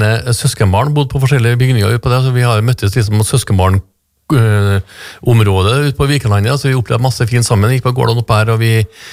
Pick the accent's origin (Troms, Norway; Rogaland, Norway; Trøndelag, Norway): Trøndelag, Norway; Trondheim; Jeg er jo egentlig fra Trondheim.